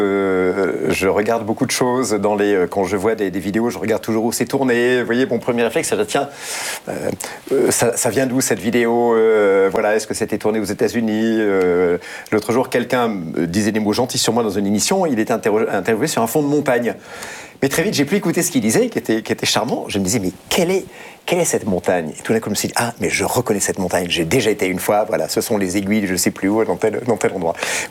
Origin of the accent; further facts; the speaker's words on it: Nouvelle-Aquitaine, France; moved away as an adult; now in near Biarritz, France; j'ai fini par racheter une maison, effectivement, pas loin de Biarritz. Et je retrouve les joies de mon enfance, sur la Côte Basque et sur le Pays Basque intérieur, ce qui est une région magnifique.